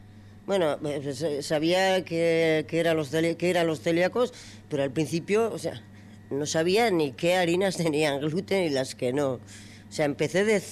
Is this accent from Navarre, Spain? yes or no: yes; Navarre, Spain; moved away as an adult; now in Vitoria, Spain; yo estoy en Vitoria desde los 20 años. Sí, bueno, soy navarra, pero bueno, soy vitoriana. Llevo más tiempo viviendo en Vitoria que en mi pueblo, aunque tengo ahí la casa